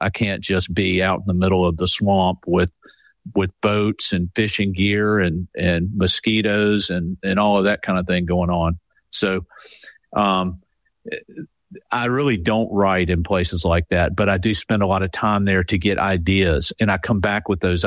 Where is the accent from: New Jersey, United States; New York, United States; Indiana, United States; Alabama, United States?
Alabama, United States; Point Clear; when I was growing up in Point Clear, it was not what it is today. It was not a year-round community. It was mostly a summertime community for people from Mobile.